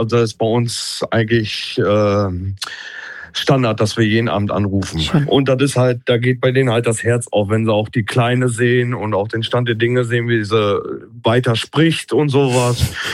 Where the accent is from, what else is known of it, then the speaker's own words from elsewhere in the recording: Dülmen, North Rhine-Westphalia, Germany; moved away as an adult; now in Ochtrup, Germany; ich komme gebürtig aus Dülmen eigentlich und bin damals durch die Liebe nach Ochtrup gezogen.